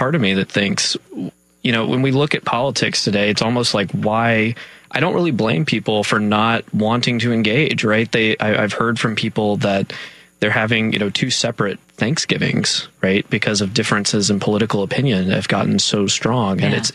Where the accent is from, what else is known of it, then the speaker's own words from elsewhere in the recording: Montgomery, Alabama, United States; moved away as an adult; now in Chicago, United States; So I grew up around Montgomery in Alabama, and I moved to Chicago to sort of get a feel of the city life